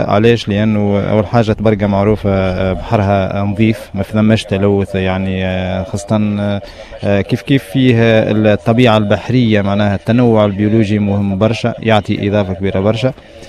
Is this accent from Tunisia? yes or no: yes; Tabarka, Jendouba Governorate, Tunisia; ونحن في تبرقه اغلبيه تاع العائلات خاصه البحاره